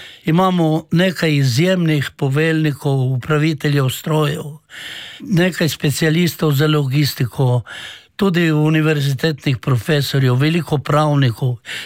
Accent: Koper, Coastal–Karst, Slovenia; jaz sem rojen v Pradah, živel sem v pobegih, v nižjo gimnazijo sem hodil v Koper.

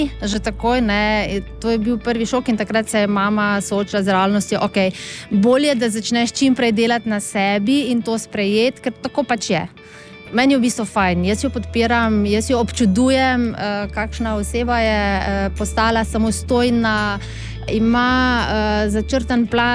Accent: Šentjur, Savinja, Slovenia; Ja, mi smo iz Šentjurja pri Celju, tako da v Šentjurju smo naložili avto, ja, in potem se pripeljali v Ljubljano.

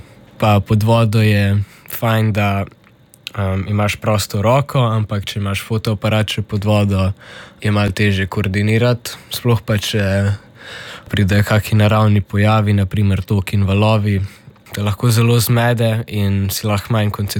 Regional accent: Celje, Savinja, Slovenia; Ja, se pravi, z družino smo originalno iz Celja. V Umagu na Hrvaškem imamo potapljaški center, kjer delamo poleti, ko je sezona.

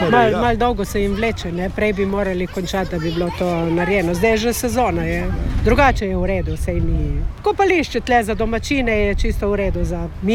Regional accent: Koper, Coastal–Karst, Slovenia; Ja, jaz sem pa tukaj domačinka, ja.

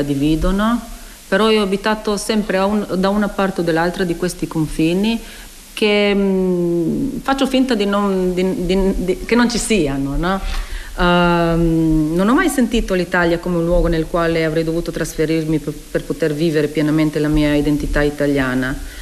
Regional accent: Castelvenere, Istria County, Croatia; moved away as an adult; now in Slovenia; Avendo trascorso la mia infanzia e la mia giovinezza a Castelvenere

